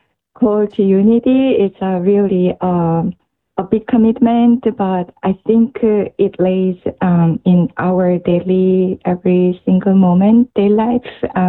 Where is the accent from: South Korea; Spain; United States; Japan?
South Korea; Daegu; English is a second language; the children's gathering in the Focalari Movement that was happening in my hometown, Daegu.